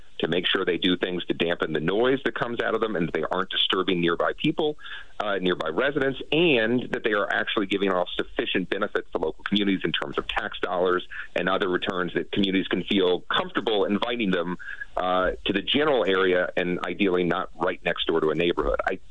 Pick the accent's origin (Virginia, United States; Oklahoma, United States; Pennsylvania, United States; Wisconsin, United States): Virginia, United States; outside of Virginia, my hometown, our home state, not built a lot of data centers